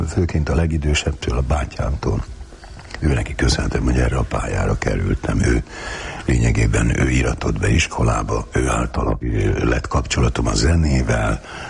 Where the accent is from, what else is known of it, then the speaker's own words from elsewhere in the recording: Hungary; Hát ott nőttem föl. Az ottani kumi gödrökben.